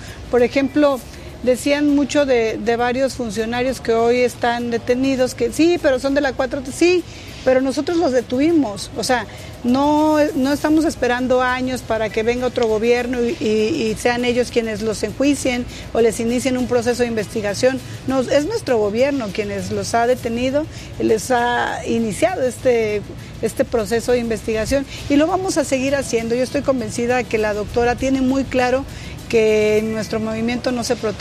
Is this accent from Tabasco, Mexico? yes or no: no; Chiapas, Mexico